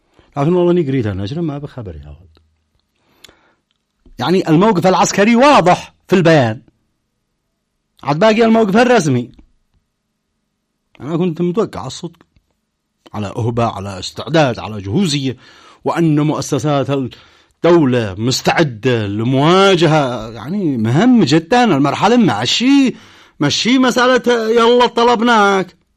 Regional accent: Yemen; أنا كمواطن يمني

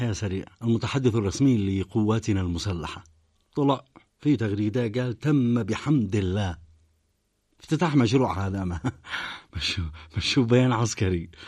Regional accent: Yemen; بلادنا اليمن،

